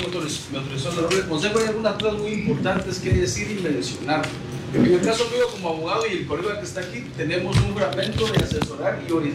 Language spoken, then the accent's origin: Spanish; Cobán, Alta Verapaz, Guatemala; yo entiendo un poco el Kepchí, relaciono un poco con el Sutukín porque soy de Cobán